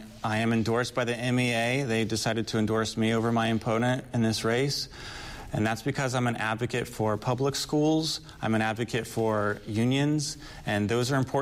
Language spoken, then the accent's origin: English; Atlanta, Georgia, United States; moved away as an adult; also born or lived in Iwakuni, Japan; now in Upper Peninsula, Michigan, United States; I grew up in Atlanta, Georgia.